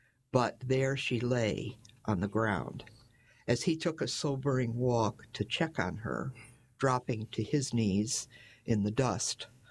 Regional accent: Michigan, United States; also born or lived in New Jersey, United States; I've only lived here for 11 years in the Plymouth area. I grew up in Michigan, and then I lived in New Jersey for many

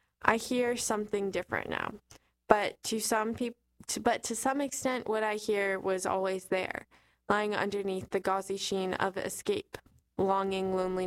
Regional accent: New Jersey, United States; His songs were woven into the experience of growing up in New Jersey, the shore, the parkway, football games, dinners, diners, humid summer nights

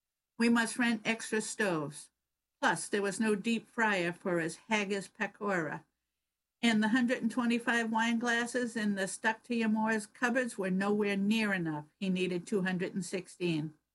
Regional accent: Liberia; I'm from Liberia and I've trained my friends to eat fish on the bone

